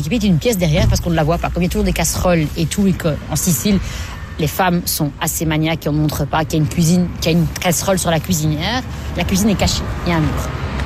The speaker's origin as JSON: {"language": "French", "country": "Belgium", "tie": "born or raised there", "said": "Moi, je suis belge maintenant et j'ai grandi ici, je suis née ici. Donc, je suis... Oui, il y a cette transmission italienne, j'aime bien être en Italie, j'ai tout. J'ai fait mes études ici, je travaille ici"}